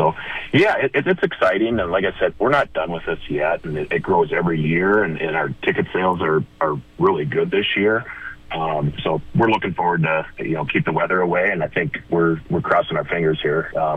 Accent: Minnesota, United States; Well, I grew up around Minden, Minnesota

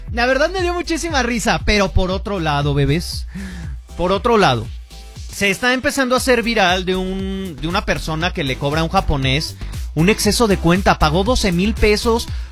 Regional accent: Mexico

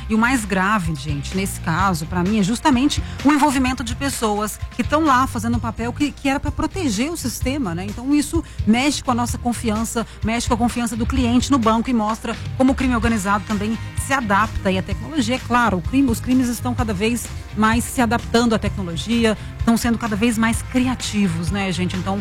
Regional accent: Minas Gerais, Brazil; pertinho da minha terra natal, lá em Uberlândia

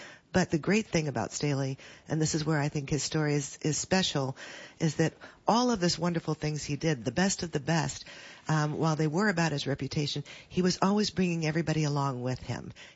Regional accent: Decatur, Illinois, United States; I'm from Decatur.

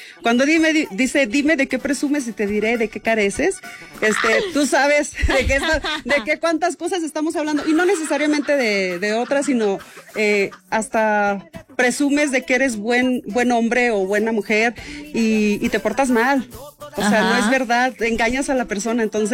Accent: Aguascalientes, Mexico; now in Canada; yo soy originaria de Aguascalientes.

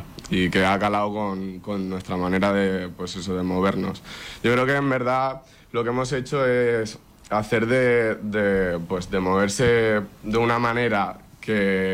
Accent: Lanzarote, Canary Islands, Spain

